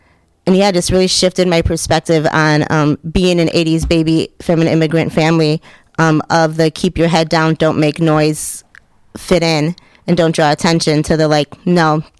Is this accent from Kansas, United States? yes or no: no; Burlington, Wisconsin, United States; also born or lived in Piedras Negras, Mexico; So born in Piedras Negras, Mexico, my family settled in Burlington, Wisconsin.